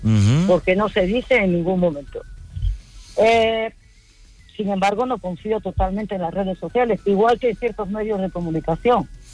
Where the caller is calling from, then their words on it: Villacarriedo, Cantabria, Spain; Exactamente de un pueblecillo que se llama Villacarriero.